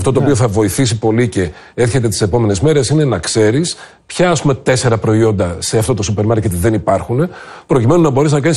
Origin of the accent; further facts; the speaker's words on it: Trikala, Thessaly, Greece; στον τόπο μου, στα Τρίκαλα, στην Πύλη, ας πούμε, στα χωριά, μπορεί να μην υπάρχουν μεγάλα σούπερ μάρκετ.